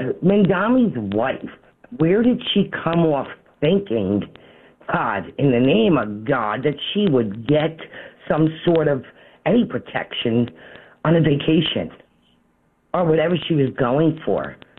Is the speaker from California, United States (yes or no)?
no; New Jersey, United States; I'm from New Jersey, and they're giving the houses in Glen Ridge, and they're giving the houses in South Orange.